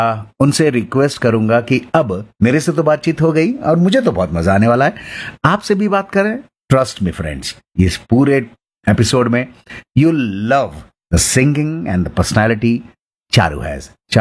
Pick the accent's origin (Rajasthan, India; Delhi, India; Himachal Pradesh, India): Rajasthan, India; Jaipur; मैं भी जयपुर से हूं।